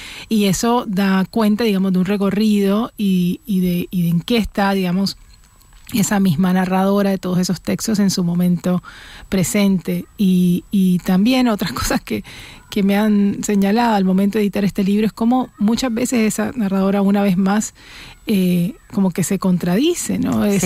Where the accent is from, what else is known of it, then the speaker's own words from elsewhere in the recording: Colombia; moved away as an adult; now in Buenos Aires, Argentina; pero no me hice nunca argentina porque soy colombiana y porque realmente mis temas de escrituras, mi mirada y mi idiosincrasia básicamente está puesta ahí, en ese lugar, en esa geografía en la que crecí.